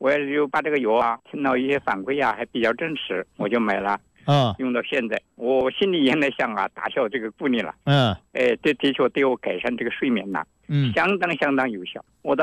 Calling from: Zhongxiang, Hubei, China; 我是湖北钟祥。

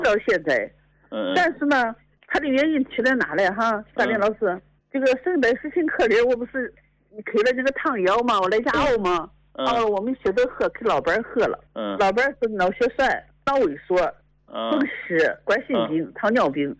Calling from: Yantai, Shandong, China; 我是山东烟台的。

